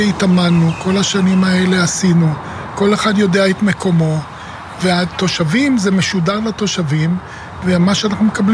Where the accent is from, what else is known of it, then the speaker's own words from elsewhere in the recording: Haifa, Haifa District, Israel; אנחנו גדלנו פה, ואני יליד העיר חיפה